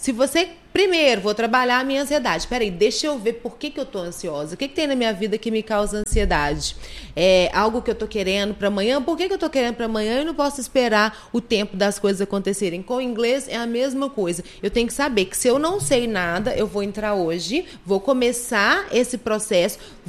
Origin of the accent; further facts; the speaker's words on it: Passa Tempo, Minas Gerais, Brazil; Visitei 3 escolas municipais de passatempo, minha cidade natal.